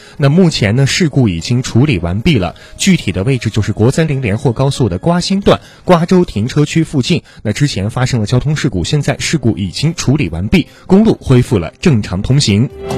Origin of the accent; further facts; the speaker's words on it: Lanzhou, Gansu, China; 用咱们兰州话说的，